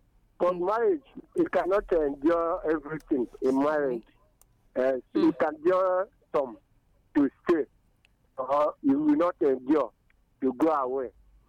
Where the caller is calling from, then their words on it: Ukraine; from Ukraine.